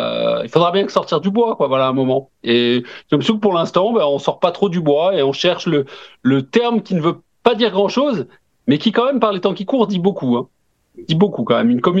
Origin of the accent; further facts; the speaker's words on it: Corsica, France; moi, je pense que comme la majorité des Corses, ben, je suis Corse et français. Je suis pas et Corse ou français.